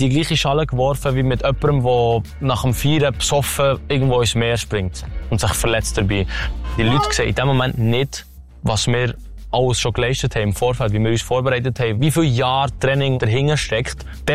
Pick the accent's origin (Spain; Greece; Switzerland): Switzerland; ich bin in Zindelmann aufgewachsen